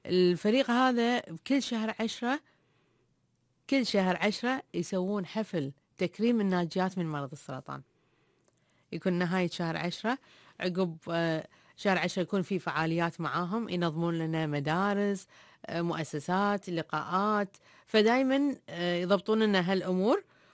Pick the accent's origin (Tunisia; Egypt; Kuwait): Kuwait